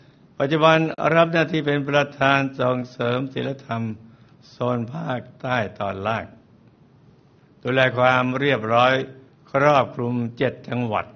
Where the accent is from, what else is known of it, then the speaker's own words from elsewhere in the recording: Panare, Pattani, Thailand; ไว้เย็ดเย็ดไว้เย็ดเย็ดผมโตมาในชุมชนตำบลดอนอายแรงท้าย